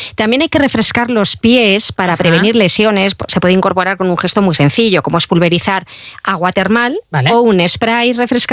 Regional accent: Logroño, La Rioja, Spain; moved away; En Burgos, en Logroño, que es mi tierra.

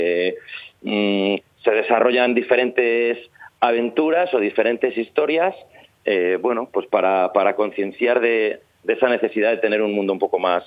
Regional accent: Valladolid, Castile and León, Spain; nosotros, que estamos un poquito más abajo, que somos de Valladolid.

